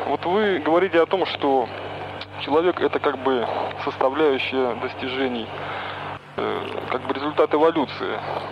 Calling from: Uchkuduk, Navoiy Region, Uzbekistan; Вот я сам из Учкудука

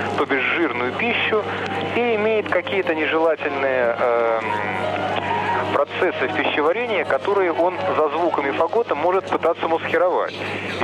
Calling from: Kazan, Tatarstan, Russia; Я из Казани звоню.

